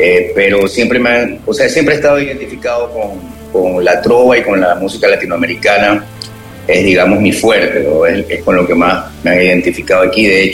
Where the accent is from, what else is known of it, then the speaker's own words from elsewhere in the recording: Guayaquil, Guayas, Ecuador; todos somos de Guayaquil.